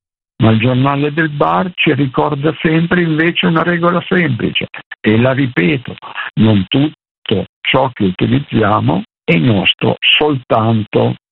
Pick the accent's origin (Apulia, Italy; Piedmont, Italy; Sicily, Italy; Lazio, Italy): Piedmont, Italy; Io sono piemontese, esistono ancora molti bar dove c'è il bagno turco.